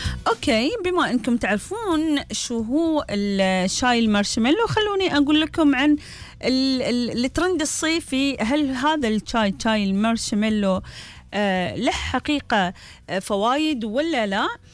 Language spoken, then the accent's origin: Arabic; United Arab Emirates; بس في ترند جديد بعده يعني موجود بس مش عندنا في الإمارات ولا بدول الخليج